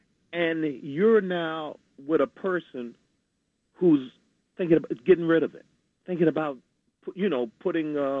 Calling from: New York City, New York, United States; calling in from Queens.

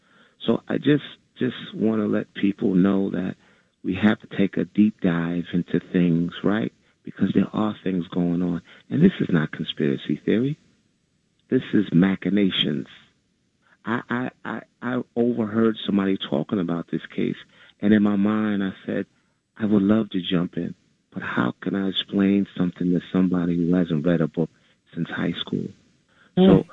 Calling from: New York City, New York, United States; I'm calling from Brooklyn.

